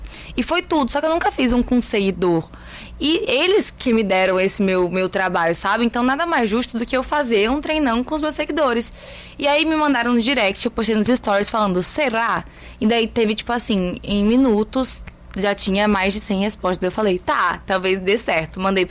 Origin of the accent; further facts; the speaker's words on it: Rio de Janeiro, Brazil; accent: carioca; Eu perdi muito sotaque carioca morando em São Paulo, porque eu só convivia com amigas muito paulistas. E agora eu perdi o meu carioca paulista pra o cearense que eu convivo com o Felipe